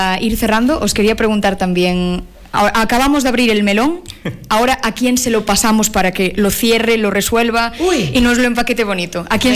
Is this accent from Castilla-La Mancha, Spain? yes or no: no; Vilalba, Galicia, Spain; yo por ejemplo, que no vivo en Lugo ciudad, que soy de Vilalba